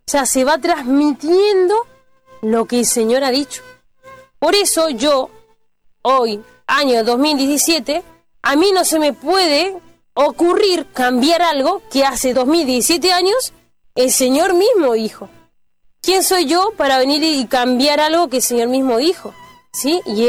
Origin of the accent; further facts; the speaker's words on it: Uruguay; born there; yo nací en Uruguay, tengo 7 hermanos